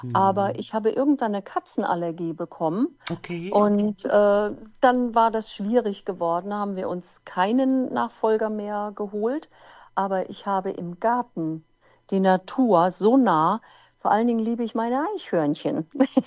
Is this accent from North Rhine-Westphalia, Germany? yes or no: no; Hesse, Germany; born there; Ich bin gebürtig aus dem Odenwald. Der Odenwald, das ist ja ein recht hochgelegenes Gebiet mit wunderschönen, vielen Wald.